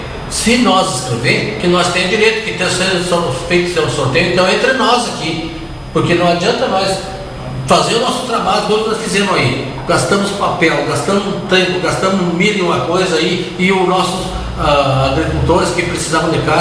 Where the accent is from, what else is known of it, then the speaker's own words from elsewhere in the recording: Brazil; nós somos do Brasil